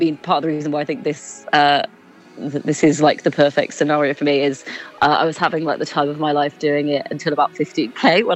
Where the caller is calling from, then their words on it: London, United Kingdom; I'm in Bow in East London.